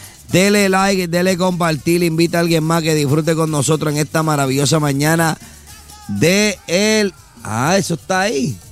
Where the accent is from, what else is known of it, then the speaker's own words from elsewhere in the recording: Bayamón, Puerto Rico; Si yo digo que soy de Bayamón, ellos son de Sidra.